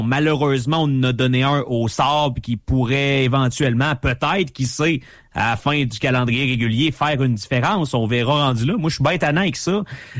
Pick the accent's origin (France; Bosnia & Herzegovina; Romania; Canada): Canada; Val-d'Or, Quebec; je suis plus à Val-d'Or depuis quoi? Un genre de 8 ans. J'ai gardé cette job-là. Ça me rattache à ma ville natale.